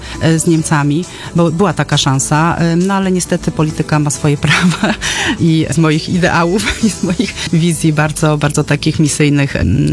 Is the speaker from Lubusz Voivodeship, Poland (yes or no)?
no; Pomeranian Voivodeship, Poland; teraz właśnie tak lubię o sobie myśleć i mówić, że jestem z Pomorza.